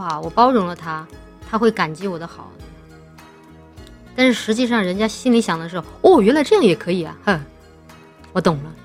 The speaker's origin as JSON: {"language": "Chinese", "region": "Chongqing", "country": "China", "tie": "born or raised there", "said": "我们家乡"}